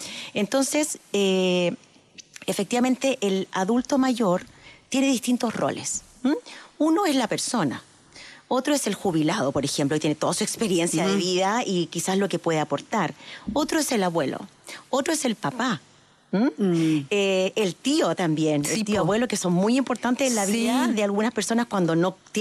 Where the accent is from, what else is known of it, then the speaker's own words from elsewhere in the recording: Chile; nosotros en Chile